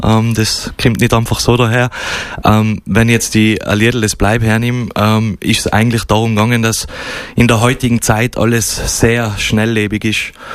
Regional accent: Tyrol, Austria; accent: Tyrolean; mit unserem Tiroler Dialekt, wie wir singen. Und wir wollten mit dem Lied eigentlich auch unseren Leuten und Fans und dem Publikum zeigen, von wo wir sind.

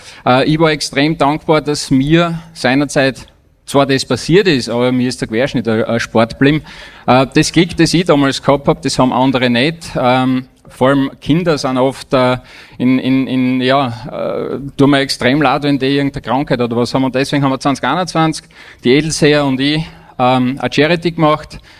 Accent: Anger, Styria, Austria; ich bin nicht weit von da daheim. Ich komme aus Anger.

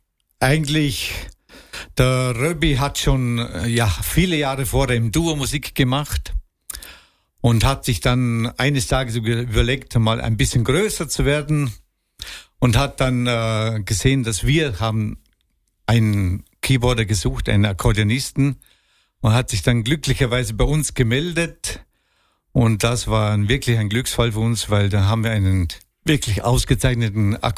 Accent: Schoppernau, Vorarlberg, Austria; beschreibt ein Traditionsgasthaus im Bregenzer Wald, wo übrigens auch meine Heimat ist. Ich komme aus Schopenau und das ist ein Ort vorher in Au.

